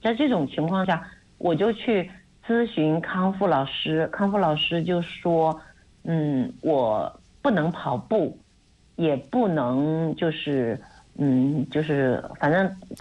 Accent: southern China, China; 虽然我是南方人

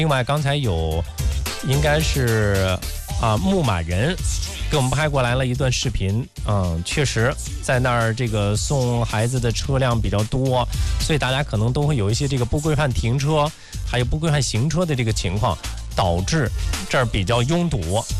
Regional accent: Hebei, China; 一定要去看一场我们河北人的这个足球盛宴

